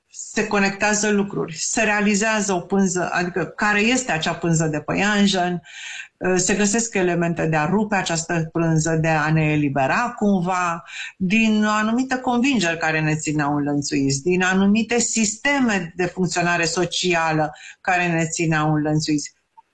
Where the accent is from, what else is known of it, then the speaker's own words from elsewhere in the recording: Romania; ca români, ca trăitori în această țară